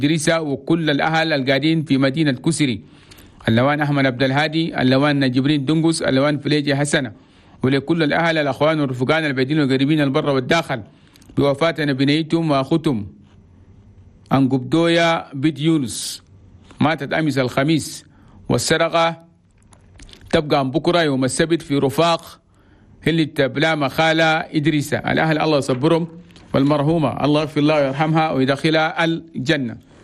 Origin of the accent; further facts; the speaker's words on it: Chad; أنا بلدنا تشاد بلد توماي